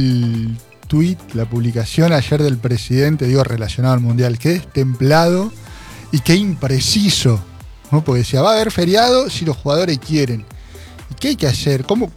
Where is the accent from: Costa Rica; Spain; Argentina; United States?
Argentina; nosotros, como argentinos, somos todo eso.